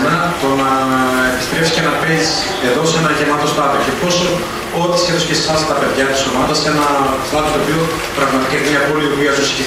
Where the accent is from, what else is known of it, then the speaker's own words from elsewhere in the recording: Northern Greece, Greece; και εγώ σαν παιδί της Βόρειου Ελλάδας, είμαι πάρα πολύ χαρούμενος που παίζω σχετικά στα μέρη μου